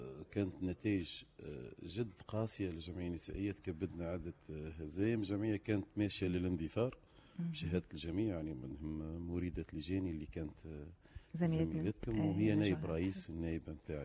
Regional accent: Gafsa Governorate, Tunisia; بنات من قفصة، بنات بلادي

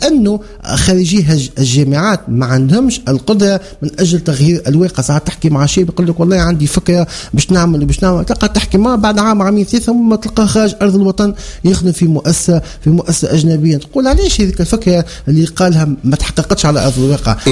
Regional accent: Tunisia; انا كمواطن تونسي

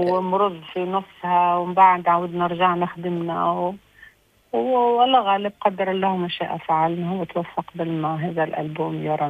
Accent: Tunisia; أنا بنت تونس، الأخ تونس مفتحة على كل الثقافات العالمية. أنا متربية في بلادي، فذاك علي شديتك التنوع ذاك وكبرت به معناتها.

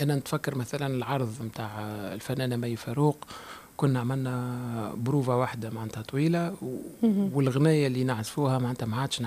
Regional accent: Tunisia; أنا كفنان تونسي

